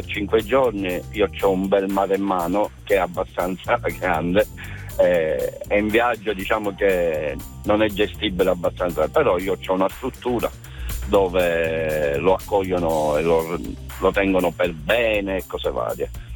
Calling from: Palermo, Sicily, Italy; Da Palermo.

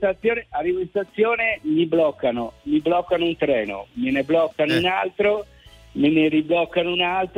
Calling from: Aprilia, Lazio, Italy; Allora, io sono di Campolione.

